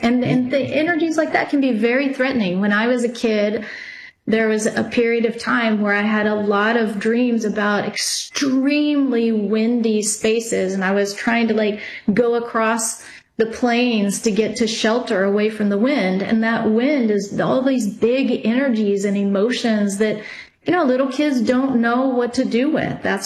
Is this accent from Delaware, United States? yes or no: no; Texas, United States; born there; moved away; I lived in Texas where we had tornadoes.